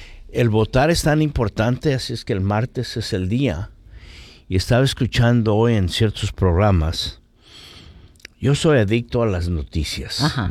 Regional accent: California, United States; yo me crié en 1021 Smith Street. Me crié ahí en el Projects

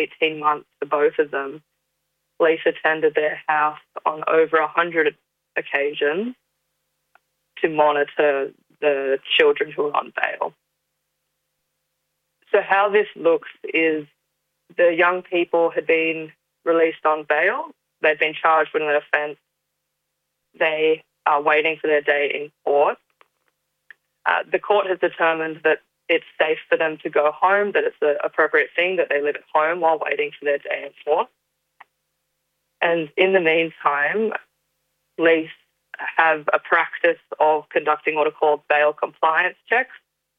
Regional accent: New South Wales, Australia; I'm a Darug woman, where we're just, the Darug Nation's just west of Gadigal and Wangal country

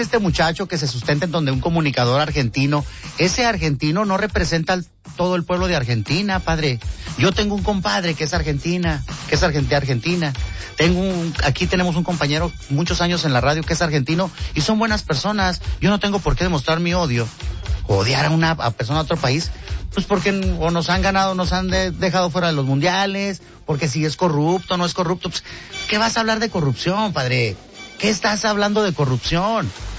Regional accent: Ciudad Juárez, Chihuahua, Mexico; born there; also born or lived in Fresnillo, Zacatecas; A los 9 meses de nacido me trajeron a Ciudad Juárez cuando aún no estaba registrado ni bautizado, Padre Santo. Por eso me registraron aquí en el estado de Chihuahua.

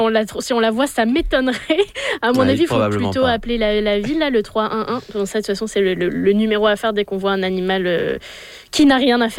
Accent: Winnipeg, Manitoba, Canada; mais c'était pas à Winnipeg, c'est ma ville natale

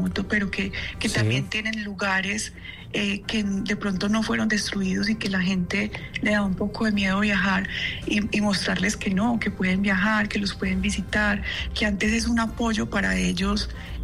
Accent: Colombia

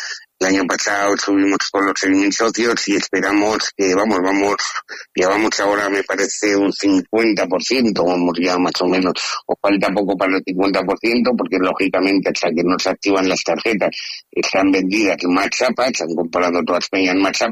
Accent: Calatayud, Aragon, Spain; son las fiestas para nosotros, para Calatayud, sin decir que la Virgen de la Peña son malas fiestas. Ojo, son diferentes. Nosotros eso es una fiesta. Vamos, que lo vivimos desde crío. Yo tengo 58 años

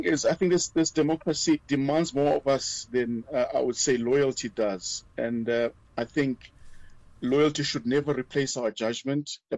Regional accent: South Africa; as South African citizens

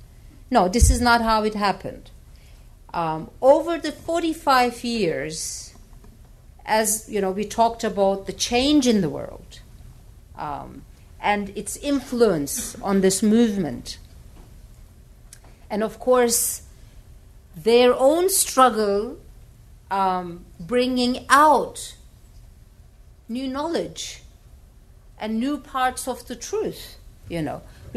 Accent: Tunceli Province, Turkey; if I'm, let's say, from Dersim, and I am from Dersim, you know, they would be mostly educated

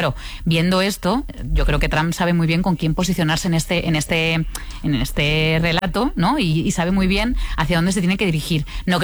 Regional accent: Castellón, Valencian Community, Spain; Yo soy de Castellón y además acabamos de sufrir un terrible incendio en la Sierra de Espadá

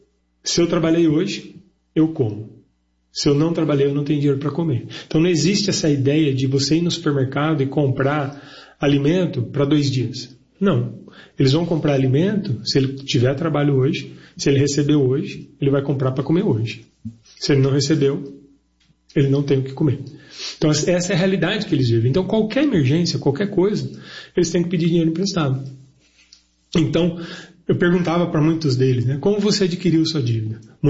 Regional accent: Brazil

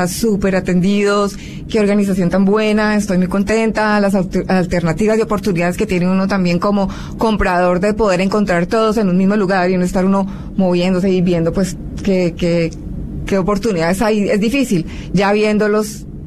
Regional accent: Bogotá, Colombia; moved away as an adult; now in Panama

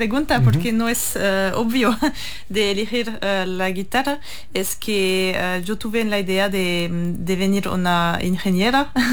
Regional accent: Strasbourg, Grand Est, France; Spanish is a second language; now in Germany; es mi ciudad de donde vengo

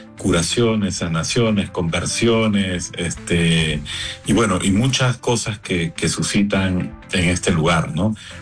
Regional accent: Peru; now in Panama; Soy de origen peruano, vivo en Panamá hace 30 años.

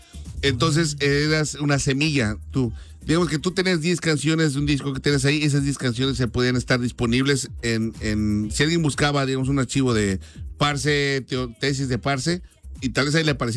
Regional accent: Mexico; moved away; Esa canción sí tenía muchos años después de que me vine de México.

